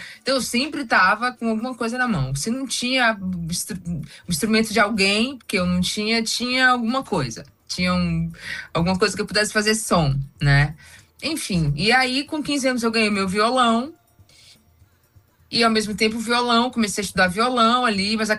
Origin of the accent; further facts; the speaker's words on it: Salvador, Bahia, Brazil; nascida no bairro do Bonfim, né? Eu fiz a música … em homenagem a esses bairros. Eu nasci no Bonfim ali.